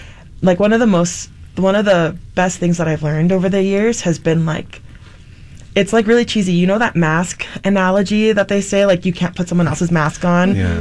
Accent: Hawaii, United States; I was born and raised in Hawaii, and I grew up LDS, and I also had, like, a interesting upbringing because, you know, Hawaii is different than Utah because it's a lot more secular, but also I grew up, like, I'm Tongan

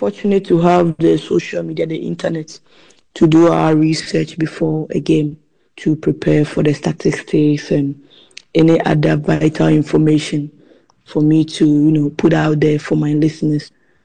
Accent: Ghana

